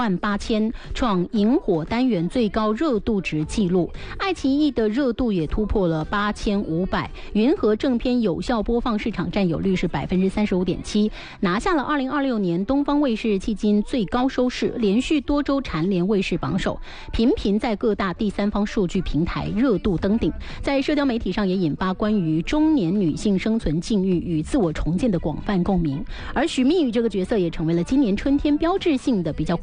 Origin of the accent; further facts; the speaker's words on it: Fujian, China; 作为闽南人是非常有感受和感触的